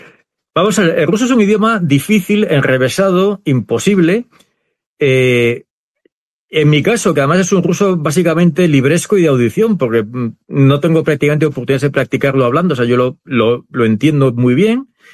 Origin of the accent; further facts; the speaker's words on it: Spain; Yo es que soy español y creo en la lotería.